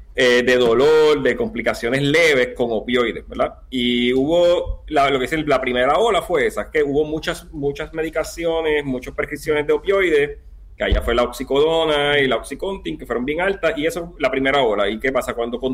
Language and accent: Spanish; Puerto Rico